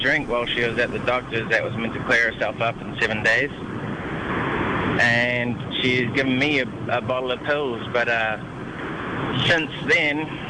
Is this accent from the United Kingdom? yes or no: no; New Zealand; New Zealand.